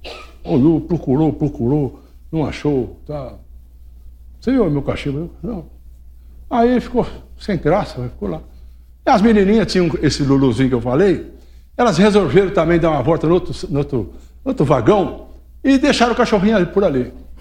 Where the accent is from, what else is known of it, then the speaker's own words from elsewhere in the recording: São Joaquim da Barra, São Paulo, Brazil; o trem chegou em São Joaquim da Barra, que é a minha terra.